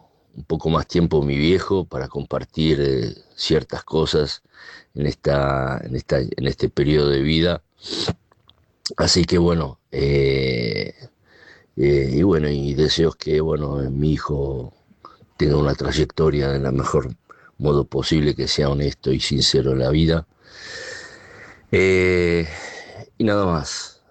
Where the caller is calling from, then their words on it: Rignano Flaminio, Lazio, Italy; de Rignano Flaminio, provincia de Roma, Italia.